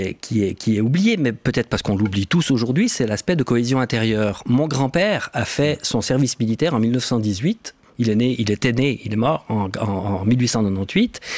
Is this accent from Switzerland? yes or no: yes; Switzerland; c'est parce qu'on est suisse.